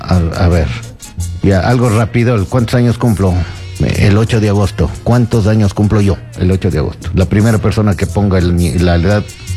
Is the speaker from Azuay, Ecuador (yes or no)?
yes; Cuenca, Azuay, Ecuador; now in Cumbayá, Ecuador; soy de origen cuencano. Vivo aquí en San Francisco de Pinja, Cumbayá.